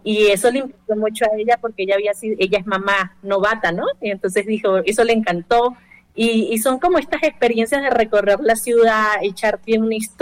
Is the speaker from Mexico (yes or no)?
yes; Guadalajara, Jalisco, Mexico; yo no sabía eso de acá, de Guadalajara, y yo soy tapatía